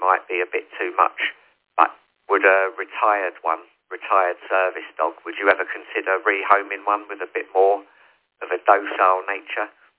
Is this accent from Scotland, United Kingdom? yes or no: no; Rossendale, North West England, United Kingdom; I'm from Rossendale, which is just on the outskirts of Burnley.